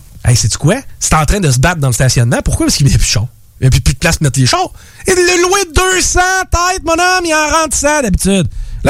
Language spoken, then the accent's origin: French; Canada; now in Côte d'Ivoire; Moi, en tant que Canadien-Français qui débarque sur la Côte d'Ivoire, de me faire dire ça, je me sens pas attaqué.